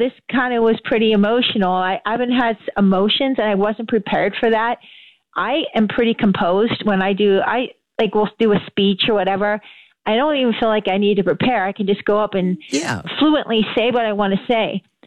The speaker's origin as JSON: {"language": "English", "area": "North", "region": "the North", "country": "United States", "said": "I am from the North originally, and we're much faster up there."}